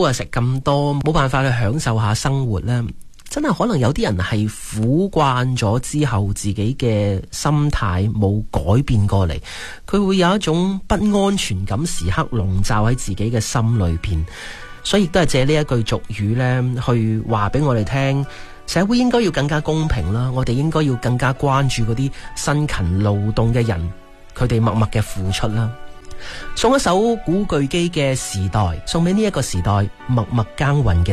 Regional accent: Guangdong, China

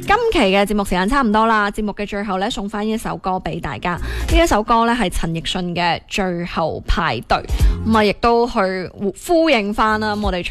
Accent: Guangdong, China; 我哋广东人

